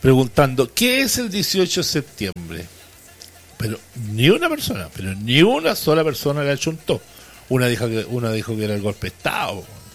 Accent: Chile; Bueno, por algo se divide después y ahí empieza nuestra desgracia como chilenos.

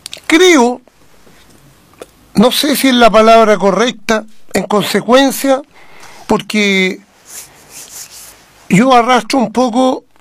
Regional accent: Colbún, Maule, Chile; yo soy chileno, ciudadano, colbunense

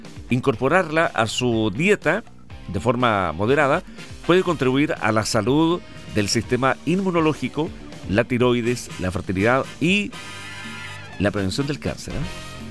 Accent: Chile

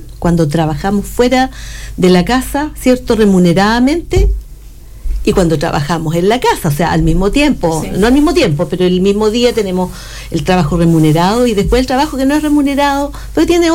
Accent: Temuco, Araucanía, Chile; Yo soy sureña, de Temuco, porque siempre uno dice Temuco y dice, pero ¿Temuco de dónde? No, yo soy de Temuco. Mi mamá era del campo, vivía cerca de Carahue, pero en el campo, entre Imperial y Carahue.

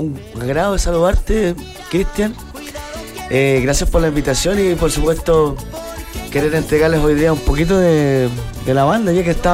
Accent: Chillán, Ñuble, Chile; somos de acá de Chillán

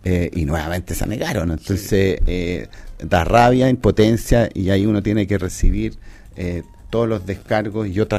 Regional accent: Los Andes, Valparaíso, Chile; Los que somos andinos, nacimos acá, cuando crecimos en los colegios en la época, los 70, 80, sí.

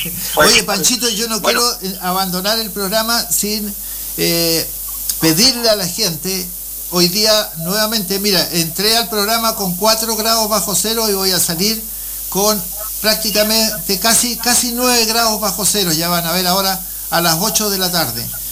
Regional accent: Chile; no significa que yo voy a dejar de ser chileno

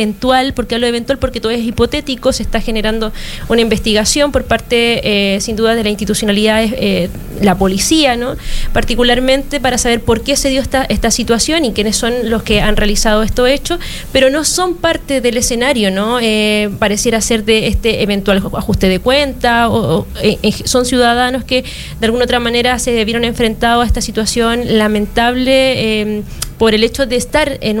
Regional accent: Valparaíso, Chile; No podemos quedar indiferente primero porque somos porteñas

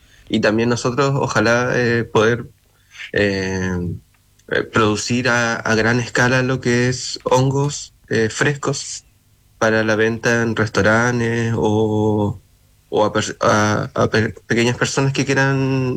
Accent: Punta Arenas, Magallanes and Chilean Antarctica, Chile; Ah, yo soy de Punta Arenas. Nacido y criado.

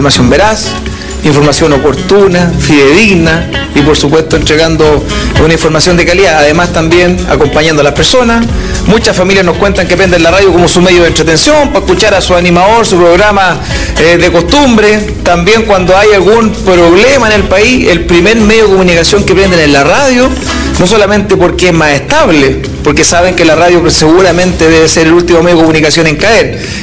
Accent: Machalí, O'Higgins, Chile; yo soy de Machalí, del otro lado de la región

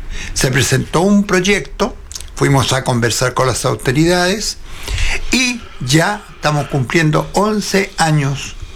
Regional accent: San Fernando, O'Higgins, Chile; de la zona de Colchagua, de donde soy yo, porque yo soy sanfernandino

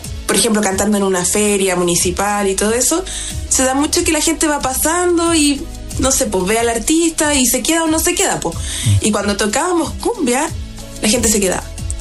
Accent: Santiago, Santiago Metropolitan Region, Chile; Entonces yo estoy acostumbrada a caminar, porque yo vengo de Santiago.

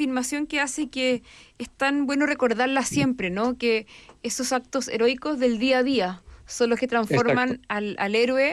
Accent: Chile

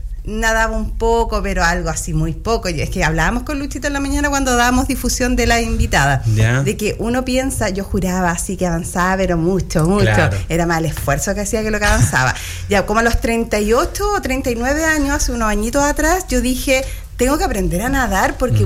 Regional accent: Santiago, Santiago Metropolitan, Chile; now in Los Ángeles, Chile; Bueno, yo no soy de Rancagua, de Santiago, pero igual ya me siento una angelina más.

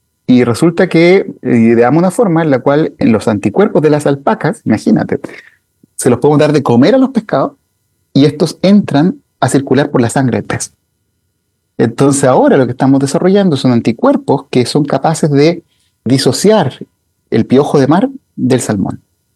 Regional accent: Chile; moved away as an adult; now in Hamburg, Germany; somos los chilenos

